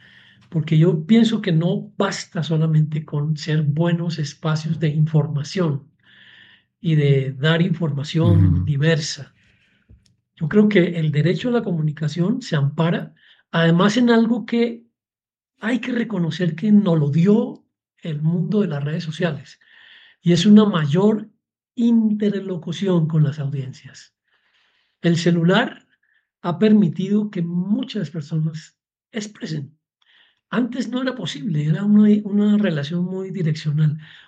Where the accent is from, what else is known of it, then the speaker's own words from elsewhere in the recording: Colombia; now in Ecuador; yo hablo también por mi país de origen, Colombia